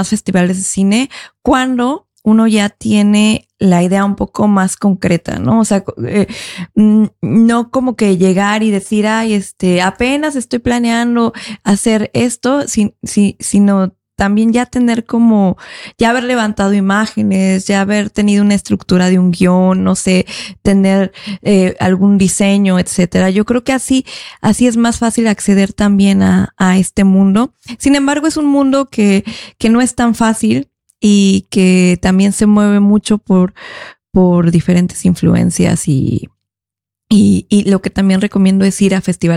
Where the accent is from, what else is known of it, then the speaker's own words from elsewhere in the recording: Mexico City, Mexico; Y yo vengo de Ciudad de México y Ciudad de México es una ciudad súper abierta